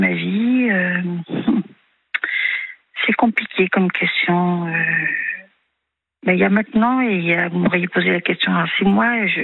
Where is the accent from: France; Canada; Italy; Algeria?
France; Auvergne-Rhône-Alpes; nous sommes 4 filles. Je suis la 3e. J'ai grandi dans le Cantal.